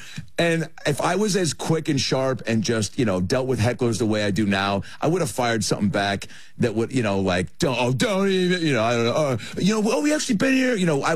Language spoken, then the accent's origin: English; Lake Forest Park, Washington, United States; It was formerly the Puyallup Fair growing up in Lake Forest Park, Washington. We took the bus about almost an hour away.